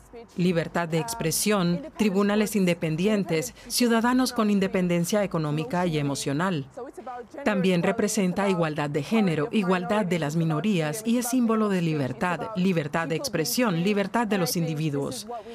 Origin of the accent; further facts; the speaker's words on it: Tbilisi, Georgia; tengo 19 años, nací y crecí aquí en Tiflis.